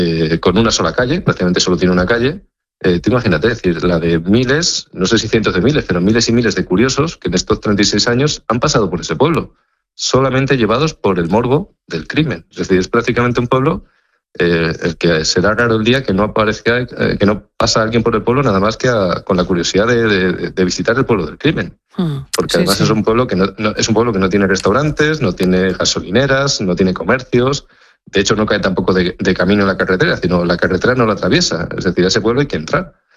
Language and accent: Spanish; Extremadura, Spain